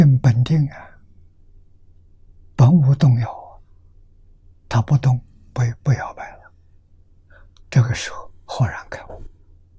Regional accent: China; 我们中国人常讲的“读书千遍，其义自见”。

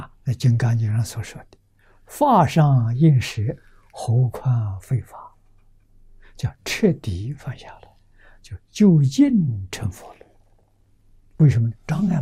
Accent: China; 弥勒菩萨在中国现在我们中国人造弥勒菩萨的像，全造他的像。

